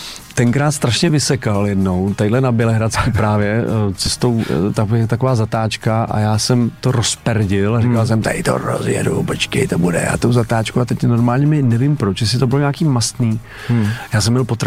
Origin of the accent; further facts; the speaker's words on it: Jablonec nad Nisou, Liberec Region, Czechia; No člověče, já jsem z Jablonce nad Nisou, z podhůří Jizerských hor.